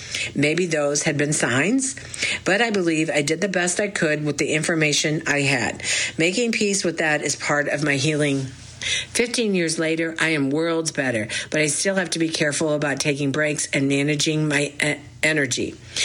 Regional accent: Connecticut, United States; as well as the fact that I grew up in Connecticut where the tick-borne disease was first found

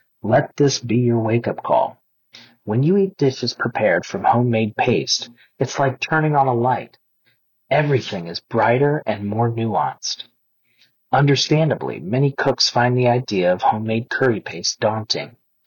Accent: Bangkok, Thailand; moved away as an adult; now in overseas; Thai cooking is my heritage. It's my culture. I was born and raised in Bangkok, and I grew up surrounded by fantastic food. When I decided to live overseas as an adult

